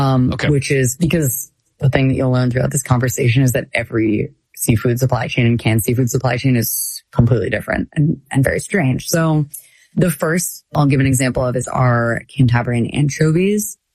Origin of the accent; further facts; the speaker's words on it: New Hampshire, United States; So I'm from New Hampshire originally.